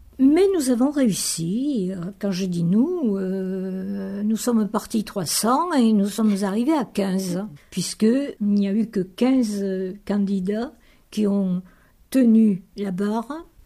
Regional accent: Foix, Occitanie, France; now in Montlaur, France; Alors moi, je suis née à Foix, au pied du château. J'ai passé toute mon enfance au pied de ce château et dans le château.

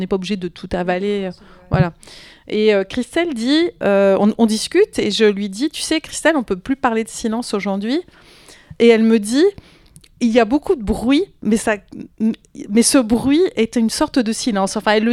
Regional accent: France; moved away as an adult; also born or lived in Quebec, Canada; je suis au Québec depuis quelques mois. Je m'installe avec ma famille. Je lis beaucoup sur les autochtones, ce qui est un archétype des Français au Québec et ce qui fait de nous l'objet de grosses moqueries

